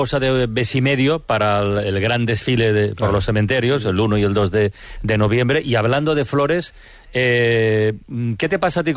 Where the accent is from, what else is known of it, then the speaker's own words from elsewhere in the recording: Tarragona, Catalonia, Spain; qué ocurrió en un cementerio de mi tierra, en el cementerio de Tarragona.